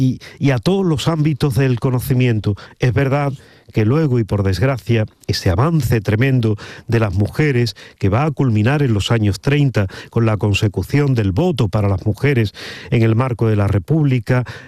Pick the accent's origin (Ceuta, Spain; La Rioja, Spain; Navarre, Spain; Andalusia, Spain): Andalusia, Spain; Huelva; born there; hemos ido uniendo desde Huelva, donde yo nací